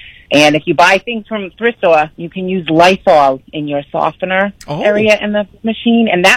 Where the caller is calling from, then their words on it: Massachusetts, United States; I'm from Massachusetts, but I'm not going to tell you from where.